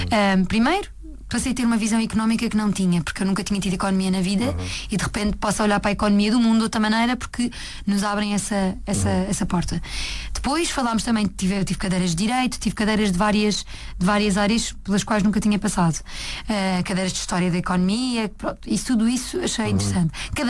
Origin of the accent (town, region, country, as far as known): Azeitão, Setúbal, Portugal